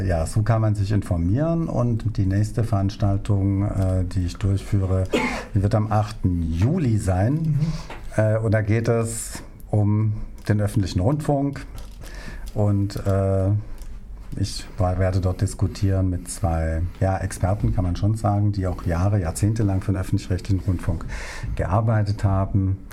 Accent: Germany; Ich selber bin aus dem Westen.

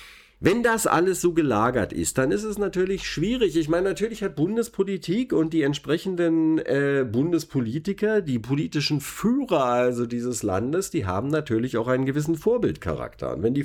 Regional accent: Berlin, Germany; was uns denn als Berliner so umgibt.

